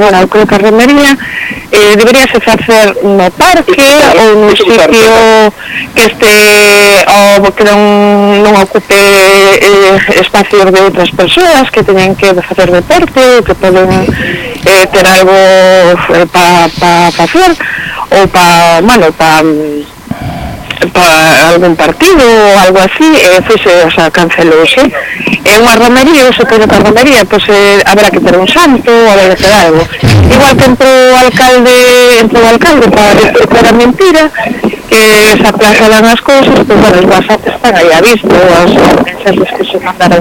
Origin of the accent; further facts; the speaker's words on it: Arcos, Galicia, Spain; presumimos de que os pulperos somos de Arcos, Arcos é maravilloso